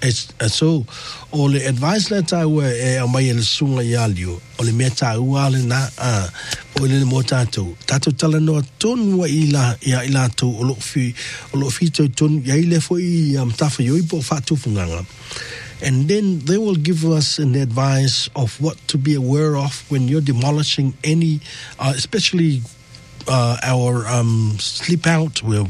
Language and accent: English; New Zealand; it's in our DNA as a Kiwi